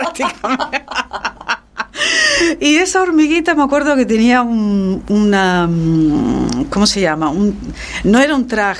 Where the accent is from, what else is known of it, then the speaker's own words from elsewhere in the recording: Las Palmas de Gran Canaria, Canary Islands, Spain; Yo nací aquí en Las Palmas de Gran Canaria.